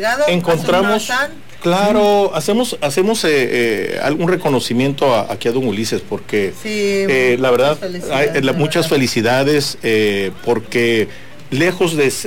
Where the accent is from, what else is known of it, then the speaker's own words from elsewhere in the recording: Vicente Guerrero, Tabasco, Mexico; parezco de Dubai, pero los envidiosos dirán que soy de Vicente Guerrero. Buenos días, soy Vicente Guerrero Centla.